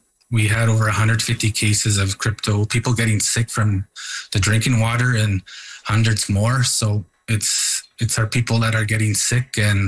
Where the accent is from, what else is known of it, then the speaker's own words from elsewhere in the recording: Kashechewan, Ontario, Canada; I grew up in Kisechewan.